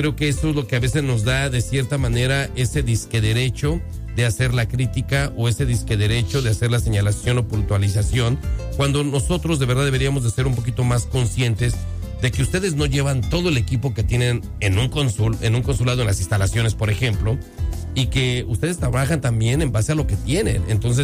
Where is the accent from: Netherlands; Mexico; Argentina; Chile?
Mexico; now in United States; Pero, por ejemplo, en el consulado, como nosotros como mexicanos, a veces es un poquito más complicado